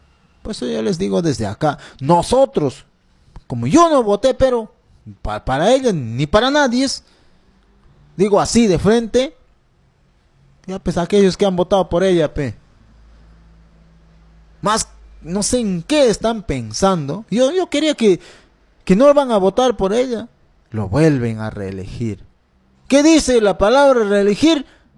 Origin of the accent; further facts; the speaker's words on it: Jauja, Junín, Peru; como yo soy de Jauja